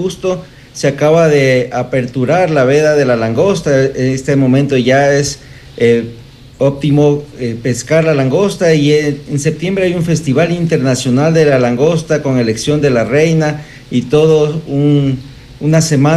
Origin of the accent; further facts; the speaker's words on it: Galápagos, Ecuador; Soy de la provincia de Galápagos, con orgullo representar a mi provincia.